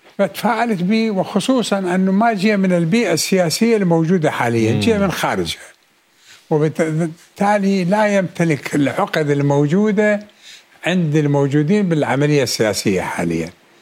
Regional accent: Iraq; now in Moscow, Russia

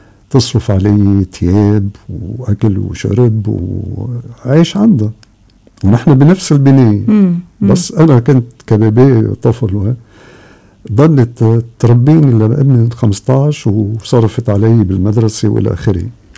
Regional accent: Beirut, Beirut Governorate, Lebanon; أنا خلقت وربيت ببيت بشارع المعرض.

